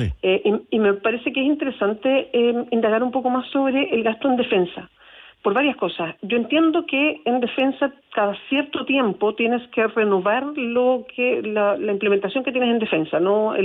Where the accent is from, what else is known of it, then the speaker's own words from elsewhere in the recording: Chile; a mí como chilena, más allá de si soy senadora o no